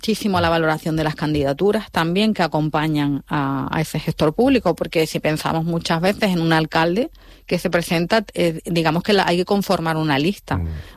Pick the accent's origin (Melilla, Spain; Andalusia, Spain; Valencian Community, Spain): Andalusia, Spain; yo soy andaluza, entonces, bueno, he tenido mucha co